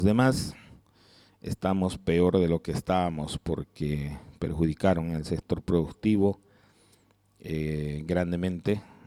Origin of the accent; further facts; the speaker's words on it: Pasorapa, Cochabamba, Bolivia; mi tierra Pasorapa